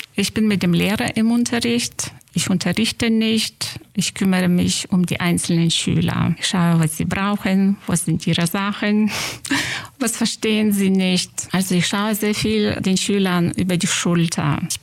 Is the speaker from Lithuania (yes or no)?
yes; Lithuania; now in Germany; Ich komme aus Litauen und bin schon ziemlich lange da, seit 32 Jahren.